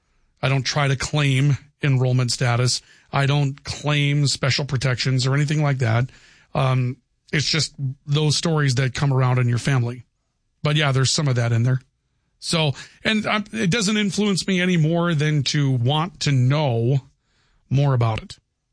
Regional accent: United States; We are fully American now with that generation of child.

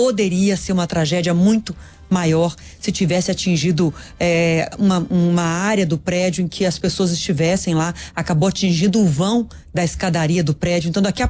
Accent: Belo Horizonte, Minas Gerais, Brazil; uma notícia triste da minha terrinha, Belo Horizonte.

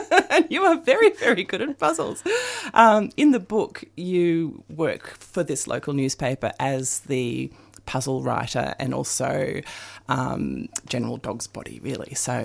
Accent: Castlemaine, Victoria, Australia; my hometown of Castlemaine

